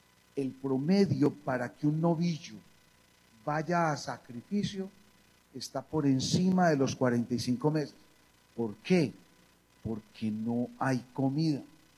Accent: Antioquia, Colombia; Porque si les digo una cosa como paisa, aunque el man dice que no soy paisa.

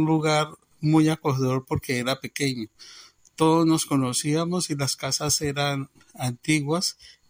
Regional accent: Cabrera, Cundinamarca, Colombia; born there; also born or lived in Pandi / Girardot / Flandes / Neiva; Nací en Cabrera, Cundinamarca, y me crié hasta los 8 años en Cabrera. Luego viví en otras poblaciones como Pandi, Girardot, Flandes, Neiva, y volví otra vez a vivir a Cabrera cuando tenía 10 años.

